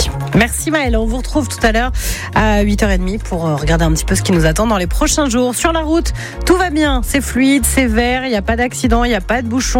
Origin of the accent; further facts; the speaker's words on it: France; je suis française.